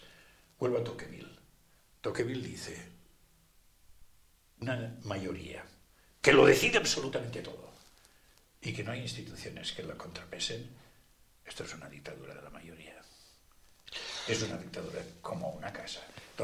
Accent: Spain; No soy el primer español que lo hace

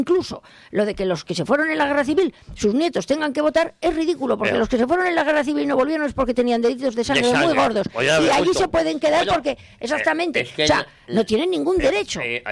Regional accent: La Rioja, Spain; yo soy de riojana. Entonces, pueblos como Nieva de Cameros, que es el pueblo del que desciende mi familia

